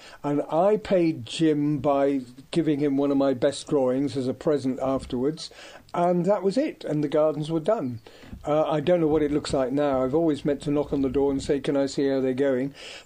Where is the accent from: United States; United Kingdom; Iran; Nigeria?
United Kingdom; Ilfracombe, South West England; now in Frome, United Kingdom; my hometown of Elphicombe